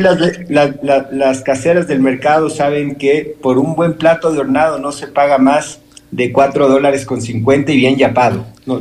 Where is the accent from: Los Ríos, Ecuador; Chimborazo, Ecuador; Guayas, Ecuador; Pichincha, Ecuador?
Pichincha, Ecuador; Quito; Yo, como tantos quiteños